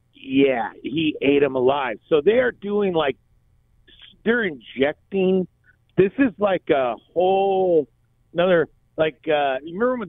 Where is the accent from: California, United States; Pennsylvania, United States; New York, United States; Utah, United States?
California, United States; Los Angeles; born there; that's where my family was in L.A., surrounded by Hispanics.